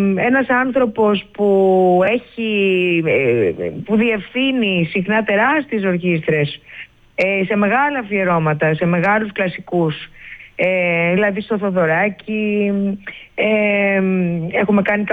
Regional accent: Ikaria, North Aegean, Greece; Θα πούμε, γιατί έτσι είμαι και εγώ από την Ικαρία, είναι και ο Μανώλης από την Κρήτη.

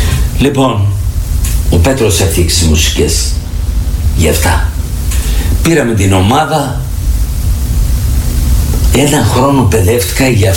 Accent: Epirus, Greece; εκτός από το χωριό μου εκεί. Από τη Θεσποτεία.

